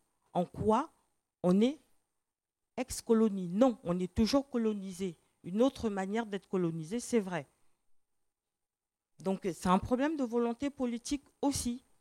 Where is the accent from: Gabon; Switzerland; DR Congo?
Gabon; now in France; Et moi, je suis originaire du Gabon.